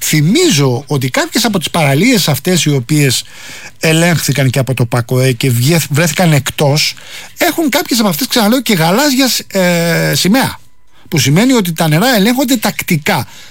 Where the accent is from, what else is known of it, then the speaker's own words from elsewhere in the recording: Rafina, Attica, Greece; Το μπάνο στην πατρίδα μου στη Ραφίνα που είναι καλοκαιρινή.